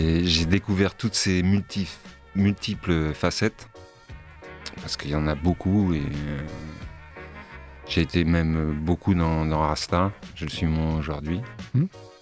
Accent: Île-de-France, France

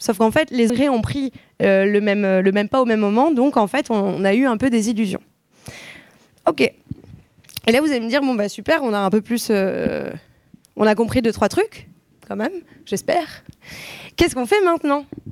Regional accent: Réunion; born there; J'avoue, je suis née à la Réunion

